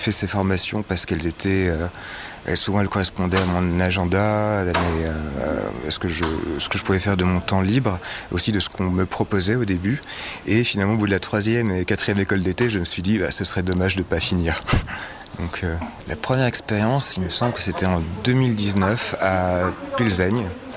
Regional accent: Bordeaux, Nouvelle-Aquitaine, France; je suis historien du droit, je viens de Bordeaux et depuis maintenant plus de 7 ans, j'apprends le tchèque.

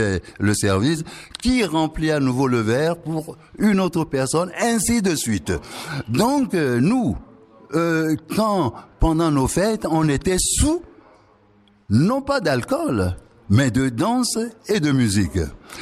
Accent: Togo; now in Greenland; Je n'ai jamais vu ça chez moi au Togo.

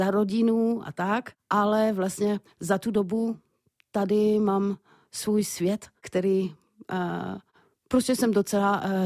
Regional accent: Auvergne-Rhône-Alpes, France; Czech is a second language; moved away as an adult; now in Wallachia, Czech Republic; Tak původem jsem z Božolé, takže kousek od Lyonu.

